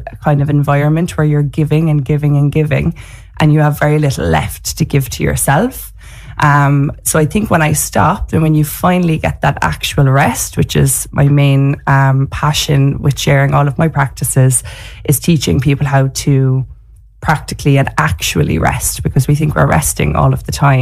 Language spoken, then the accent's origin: English; Ireland; I'm very Irish.